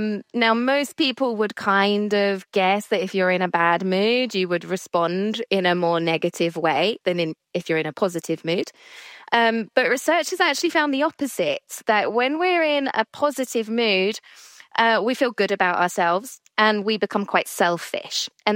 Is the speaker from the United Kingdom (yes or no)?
yes; United Kingdom; well, I'm British, so even more so, but we spend a lot of time being worried about what people said